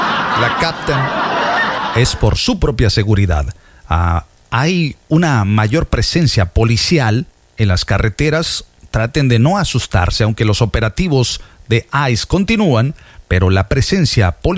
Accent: Veracruz, Mexico; Y yo soy de oro. Y yo soy jarocho.

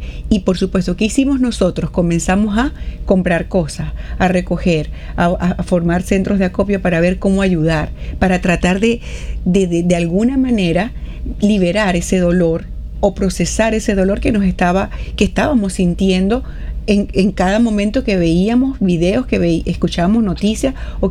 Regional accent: Venezuela; Yo, de verdad, particularmente como venezolana

